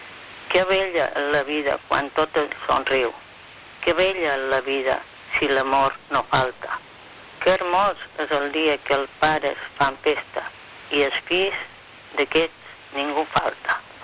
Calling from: Palma, Balearic Islands, Spain; de Palma. M'encanta escoltar-vos.

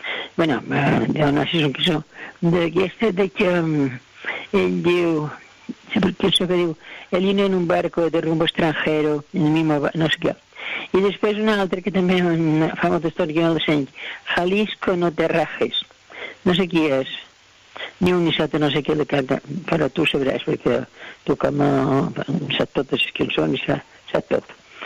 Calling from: Seville, Andalusia, Spain; Soy de Sevilla.

